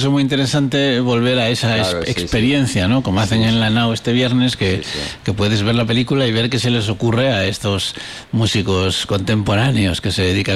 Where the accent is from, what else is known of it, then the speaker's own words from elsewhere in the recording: Galicia, Spain; moved away; En mi pueblo, por ejemplo, hubo uno en La Guardia, que es en la desembocadura del Miño